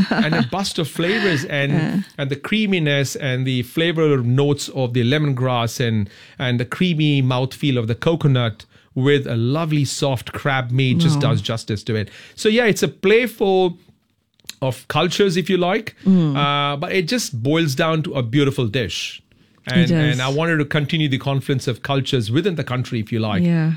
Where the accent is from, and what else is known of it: India